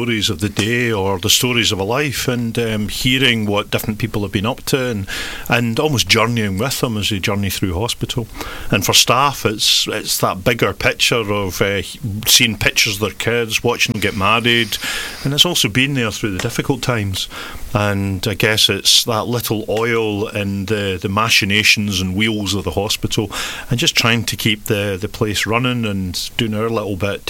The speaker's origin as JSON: {"language": "English", "region": "Scotland", "country": "United Kingdom", "said": "as a very young child, I was proud of being Scottish"}